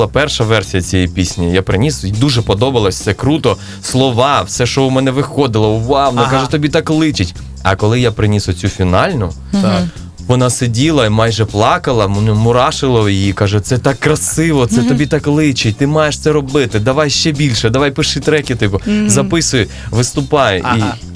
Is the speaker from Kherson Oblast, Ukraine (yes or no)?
yes; Kherson, Kherson Oblast, Ukraine; я ж родом з Херсона.